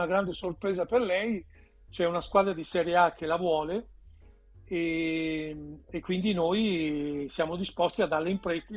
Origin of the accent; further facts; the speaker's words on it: Veneto, Italy; io da Veneto, all'epoca era appena, cioè sempre, io sono cresciuto a pane e terroni, diciamolo, da ragazzini nel nostro Veneto, nel nostro quartiere, nel nostro rione, c'era questa cosa.